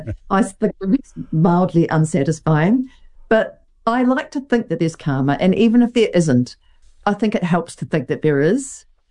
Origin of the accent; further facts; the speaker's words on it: Wellington, New Zealand; having a Kiwi childhood in the 60s and 70s in New Zealand, this feels like such a blessing now, because I think where I grew up in Wellington